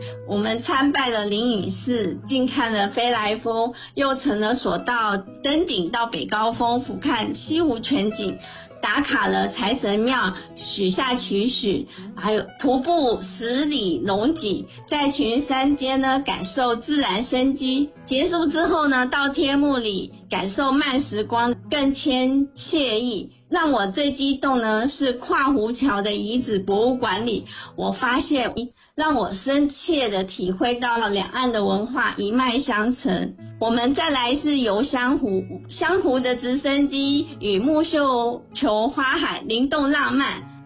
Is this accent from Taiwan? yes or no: yes; Taiwan; 作为台湾人的我